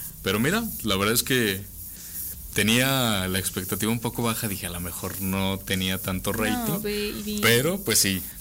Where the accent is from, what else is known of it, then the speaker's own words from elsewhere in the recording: Mexico; Entonces somos los mexicanos, ¿no? Nos aventamos el tiro